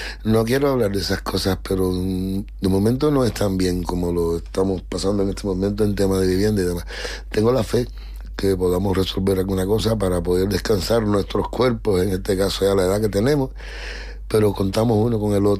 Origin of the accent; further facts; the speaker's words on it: Cuba; now in Madrid, Spain; Están desatados, como decimos en Cuba, por las nubes.